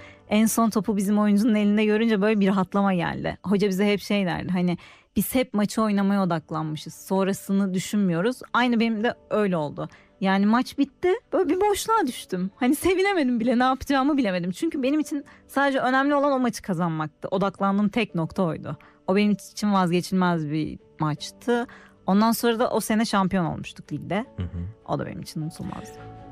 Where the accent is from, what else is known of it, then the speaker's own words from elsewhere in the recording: Istanbul, Turkey; born there; 1990 yılında İstanbul'da doğdum.